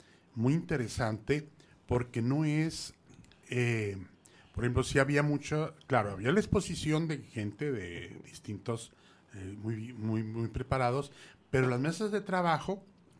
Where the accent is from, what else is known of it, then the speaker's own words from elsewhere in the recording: Zapopan, Jalisco, Mexico; Sí, soy de Zapopan.